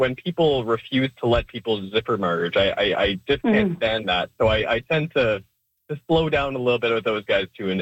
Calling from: Manitoba, Canada; I'm from Manitoba, and I commute to Steinbeck every day for work from Winnipeg.

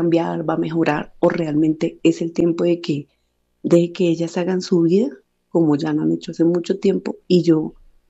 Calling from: Bogotá, Colombia

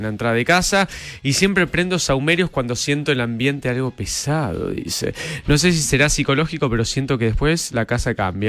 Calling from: Lanús, Buenos Aires Province, Argentina; Hola, chicos … de Lanús.

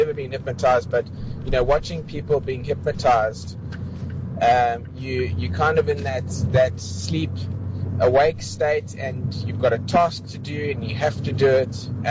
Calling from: Durban, KwaZulu-Natal, South Africa; here from Durban.

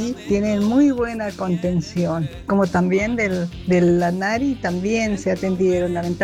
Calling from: Villa de Mayo, Buenos Aires Province, Argentina; vivo en Villa de Mayo.

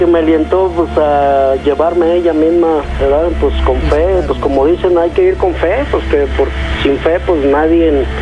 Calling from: Tequila, Jalisco, Mexico; Le hablo de Tequila, Jalisco.

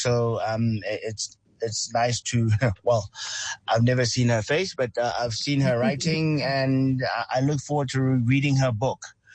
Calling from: Centurion, Gauteng, South Africa; I'm anonymous from Centurion. Anonymous from Centurion.

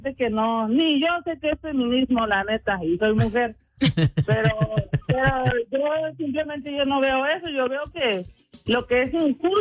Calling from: Mexico; yo siendo mexicana

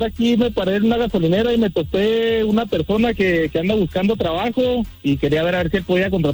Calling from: Mexico

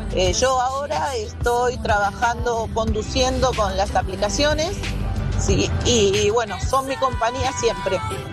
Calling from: Carapachay, Buenos Aires Province, Argentina; de Carapachay.

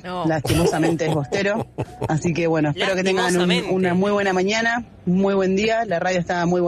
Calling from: Barracas, Buenos Aires Province, Argentina; de Barracas.

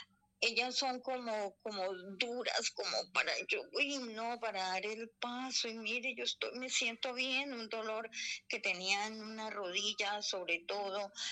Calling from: Piedecuesta, Santander, Colombia; En Piedecuesta, Santander. Estoy en Piedecuesta.

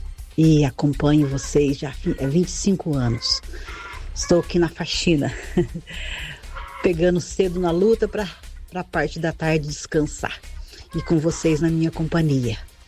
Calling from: Muzambinho, Minas Gerais, Brazil; Falo do meu sítio da área rural de Muzambinho, sul de Minas.

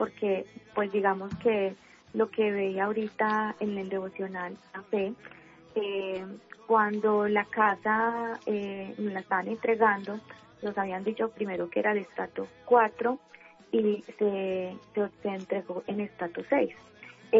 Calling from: Manizales, Caldas, Colombia; En Manizales.

